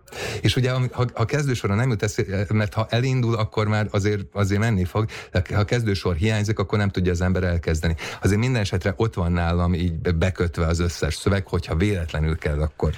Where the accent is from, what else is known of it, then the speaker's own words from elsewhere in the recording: Hungary; magyarként itt élünk Európa közepén